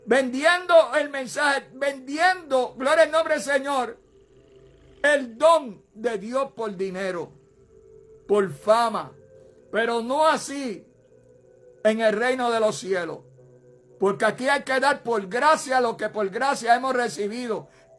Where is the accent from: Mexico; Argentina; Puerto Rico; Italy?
Puerto Rico; Yo no vine de Puerto Rico, yo vine del cielo. Lo que vino de Puerto Rico es este pedazo de carne viejo que tiene que volver al polvo de la tierra.